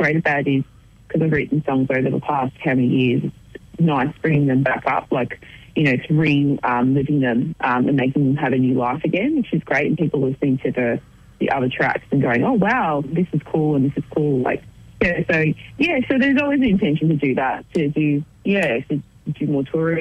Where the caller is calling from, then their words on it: Melbourne, Victoria, Australia; Melbourne.